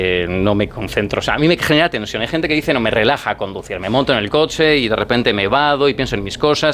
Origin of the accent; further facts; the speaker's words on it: Vitoria-Gasteiz, Basque Country, Spain; Sí, sí, yo soy de Vitoria.